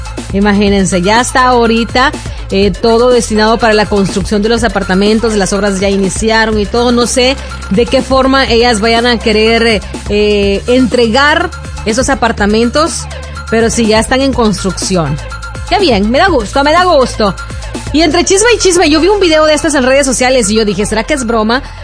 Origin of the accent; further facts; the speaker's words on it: El Salvador; now in Columbus, United States; tu salvadoreña favorita